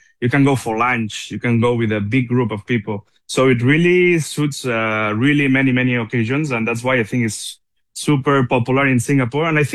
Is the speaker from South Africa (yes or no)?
no; Spain; Of course, I grew up in Spain.